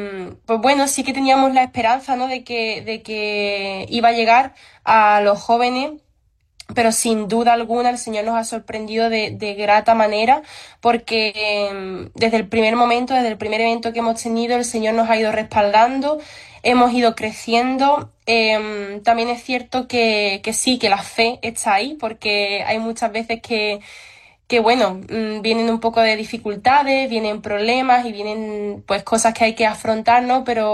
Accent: Algeciras, Andalusia, Spain; yo soy de aquí de Algeciras.

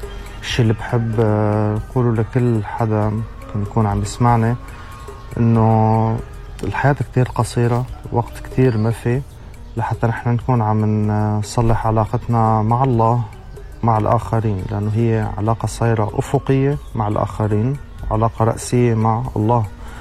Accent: Syria; now in Europe; أنا سوري، أقيم حاليا في أوروبا

